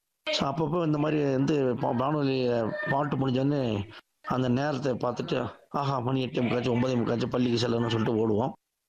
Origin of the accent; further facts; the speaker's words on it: Mayilam, Tamil Nadu, India; என்னோட சொந்த ஊர் பார்த்தீங்கன்னா விழுப்புரம் மாவட்டம் மயிலம் என்ற ஊர் தான் என்னோட சொந்த ஊர்.